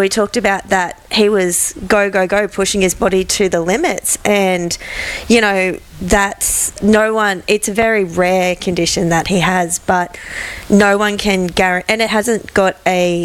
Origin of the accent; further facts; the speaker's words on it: Australia